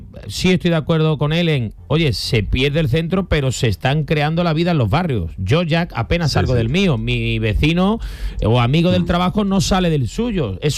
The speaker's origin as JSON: {"language": "Spanish", "town": "Seville", "region": "Andalusia", "country": "Spain", "said": "yo soy un sevillano que al centro acude muy poco."}